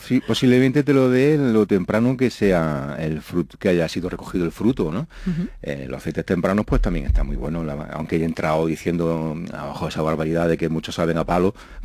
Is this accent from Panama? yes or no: no; Jaén, Andalusia, Spain; si yo soy de Jaén, no voy a saber de aceite.